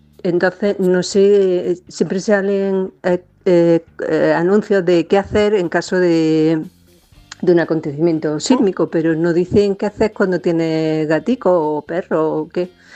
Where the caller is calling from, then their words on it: Granada, Andalusia, Spain; vivo en Granada